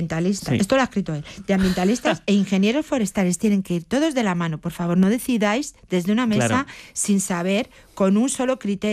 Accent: Oliva de Mérida, Extremadura, Spain; Yo soy de Oliva de Mérida, Badajoz.

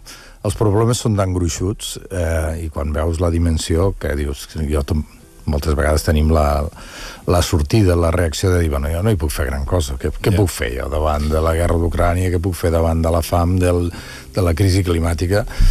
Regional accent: Guissona, Catalonia, Spain; now in Barcelona, Spain; Jo sóc de Guissona, no ho puc deixar de dir, visc a Barcelona però sóc de Guissona

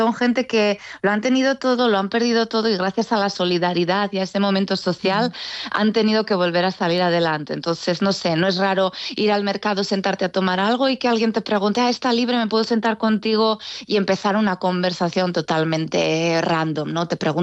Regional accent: Zaragoza, Aragon, Spain; Cualquier jota, yo nunca he cantado jotas, pero a veces los grupos cuando se enteran que soy de Zaragoza me cantan alguna jota y me hacen llorar

